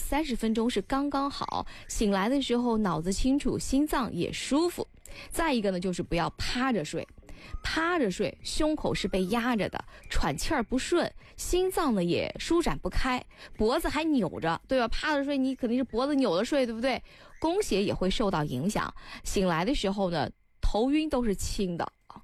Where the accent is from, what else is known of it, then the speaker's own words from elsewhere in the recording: Northeast China, China; accent: Northeastern (Dongbei) dialect; 像我们东北话讲